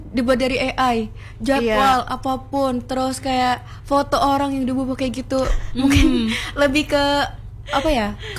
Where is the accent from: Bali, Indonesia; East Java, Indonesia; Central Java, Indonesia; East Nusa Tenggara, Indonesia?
East Java, Indonesia; Trenggalek; moved away as an adult; now in Malang, Indonesia; aku asli Trenggalek.